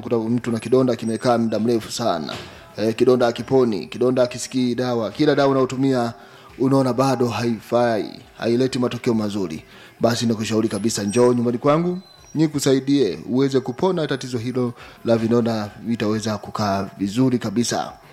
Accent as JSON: {"language": "Swahili", "town": "Bariadi", "region": "Simiyu", "country": "Tanzania", "moved": "yes", "lives_now": "Iringa, Tanzania", "said": "Nimetokea Bariadi mkoani Simiyu. Lakini kwa sasa niko hapa Iringa."}